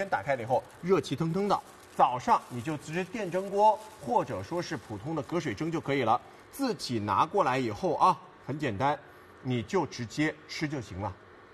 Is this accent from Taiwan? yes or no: no; Shanghai, China